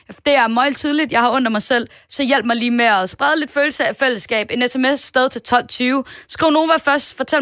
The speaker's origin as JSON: {"language": "Danish", "town": "Studstrup", "region": "Central Denmark Region", "country": "Denmark", "said": "Studstrup."}